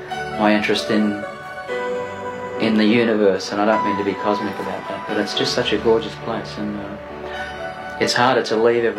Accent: Melbourne, Victoria, Australia; I lived in the city all my life. I was born in Brunswick in Melbourne, and it was, you know, very inner city vibe there. And where I live now is just incredibly peaceful.

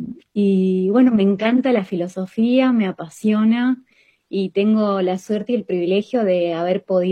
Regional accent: Resistencia, Chaco, Argentina; also born or lived in Denmark; Nací en Dinamarca. Mi papá en ese momento fue invitado a hacer un postdoctorado en la ciudad de Odense, y vivieron allá con mi mamá 2 años, y bueno, durante ese tiempo nací, luego regresaron a la Argentina, y bueno, y crecí acá toda mi vida.

